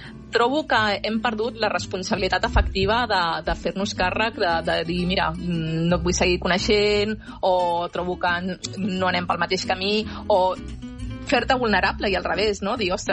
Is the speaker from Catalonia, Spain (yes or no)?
yes; Catalonia, Spain; que som catalans